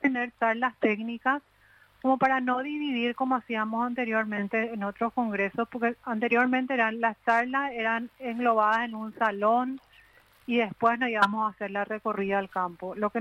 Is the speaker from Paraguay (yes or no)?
yes; Paraguay; yo como paraguaya realmente estoy muy orgullosa de lo que significa la carne paraguaya hoy en día.